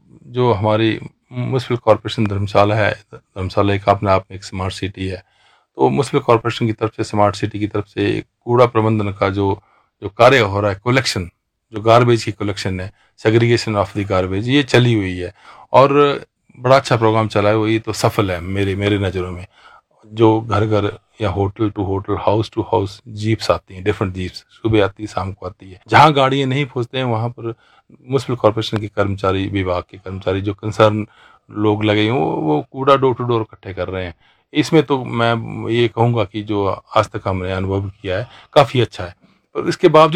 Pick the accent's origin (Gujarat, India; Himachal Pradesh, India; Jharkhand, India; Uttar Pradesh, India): Himachal Pradesh, India; Dharamkot; मैं धर्मकोट से हूं, धर्मकोट का स्थायी निवासी हूं, नीचे हमारा भागसूनाग आ गया, उसके नीचे हमारी दोसालनी एरिया आ गया, पूरा बहुत बड़ा गाँव है, वो भी मैकलोडगंज के समीप लगता है